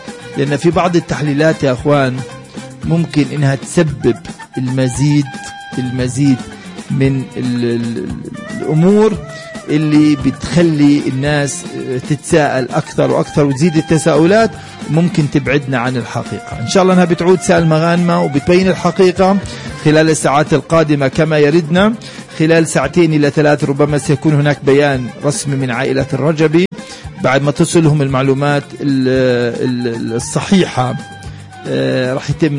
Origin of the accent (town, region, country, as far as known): Palestine